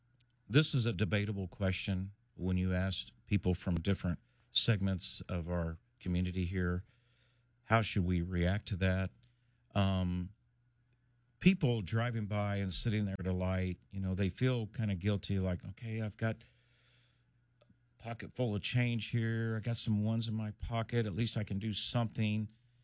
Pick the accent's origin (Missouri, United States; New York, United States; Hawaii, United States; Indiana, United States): Indiana, United States; moved away as an adult; You know, I moved here from Indiana to be a part of this work